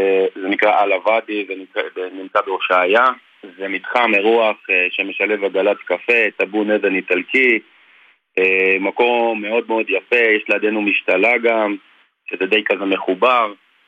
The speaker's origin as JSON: {"language": "Hebrew", "area": "Jezreel Valley", "region": "Northern District", "country": "Israel", "tie": "born or raised there", "said": "אני בא מעמק ישראל, ממושב. כל החיים שלי גדלתי בסביבה חקלאית. כל החברים שלי גם היום הם רובם חקלאים."}